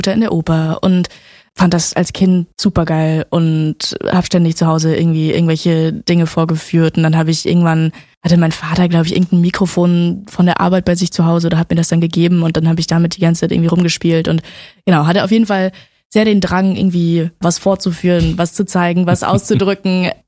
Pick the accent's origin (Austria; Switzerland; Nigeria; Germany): Switzerland; Männedorf, Zurich; born there; Genau, ich bin in der Schweiz geboren, in Männedorf, um das nochmal genauer auszuführen.